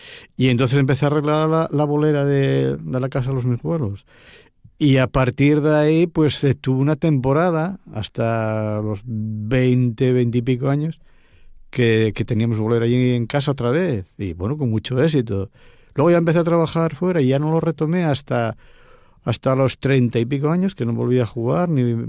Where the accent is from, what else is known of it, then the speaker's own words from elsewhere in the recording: Pravia, Asturias, Spain; yo soy de Pravia, nací en un pueblo de Pravia, en Villafría, y en mi casa había chigre, y al lado del chigre estaba la bolera, claro.